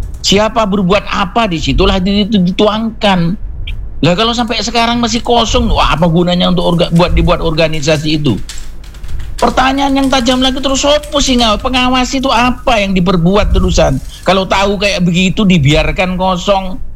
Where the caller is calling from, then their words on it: Batu, East Java, Indonesia; sebagai warga Kota Batu